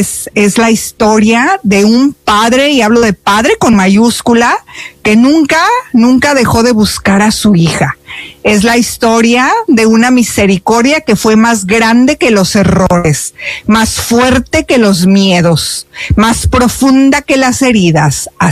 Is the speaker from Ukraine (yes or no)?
no; Mexico; te acompañamos, querida hermana nuestra, yo como mexicana.